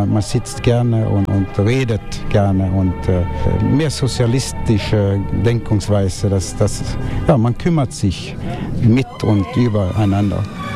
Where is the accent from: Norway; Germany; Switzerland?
Norway; Bergen, Vestland; German is a second language; moved away as an adult; Bergen, auf der Westküste. Also wenn ich hergekommen bin seit 2010, dann habe ich ein Gefühl gehabt, dass ich zu Hause war.